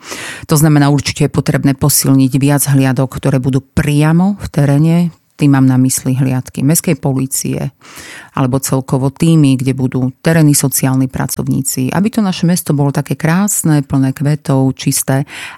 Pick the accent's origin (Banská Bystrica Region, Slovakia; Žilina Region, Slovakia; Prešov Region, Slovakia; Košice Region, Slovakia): Prešov Region, Slovakia; Prešov; my Prešovčania, ktorí máme trvalý pobyt v meste Prešov